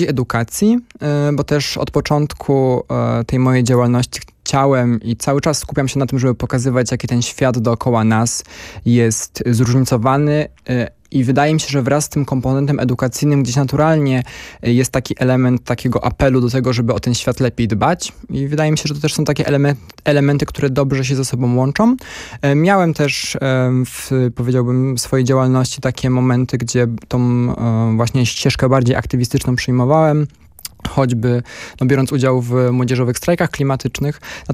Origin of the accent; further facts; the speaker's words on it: Łódź, Łódź Voivodeship, Poland; Ja jestem z Łodzi, więc faktycznie na szczęście mam taką możliwość, że mieszkam na obrzeżach miasta